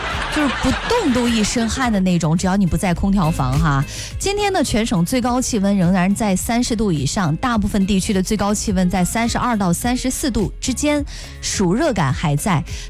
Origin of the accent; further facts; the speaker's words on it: Henan, China; 咱们河南人